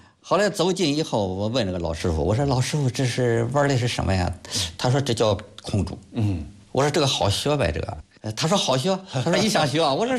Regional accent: Shijiazhuang, Hebei, China; 我是咱们河北省石家庄市景兴矿区四维街道办事处红卫社区的， … 中共党员，是一名退休干部。

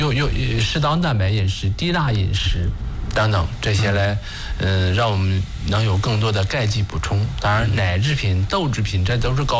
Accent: China; 我们就是中国人日常生活中我们到底能摄入多少钙

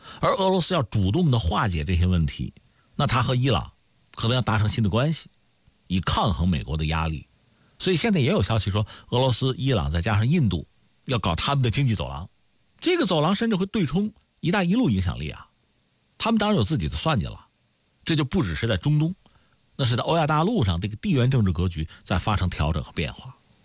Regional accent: China

